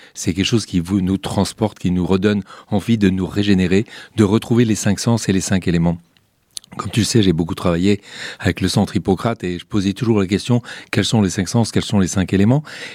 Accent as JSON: {"language": "French", "country": "Morocco", "tie": "born or raised there", "moved": "yes", "said": "Moi, j'ai vécu et j'ai grandi au Maroc. Et même si je suis Diwa depuis une dizaine de générations"}